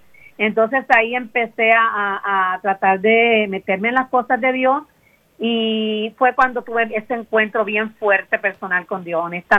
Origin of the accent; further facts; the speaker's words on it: Puerto Rico; moved away as an adult; now in United States; Pero lo que mi esposo trabajó, pues en mi país era un poquito difícil encontrar el trabajo, por eso fue lo que nos hizo dar el cambio a Estados Unidos, porque mi esposo pues trabajó para ser mecánico de avión, y entonces en Puerto Rico